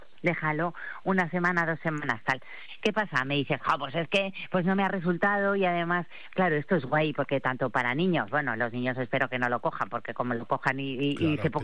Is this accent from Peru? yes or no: no; Spain; De la vera, por supuesto, que para eso somos españoles y vamos a tirar a nuestra tierra.